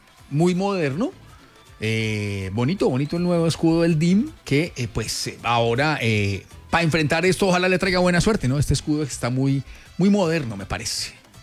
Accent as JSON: {"language": "Spanish", "country": "Colombia"}